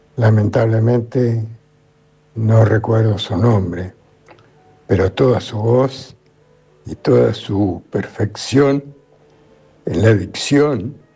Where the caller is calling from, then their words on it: Buenos Aires, Argentina; de Belgrano.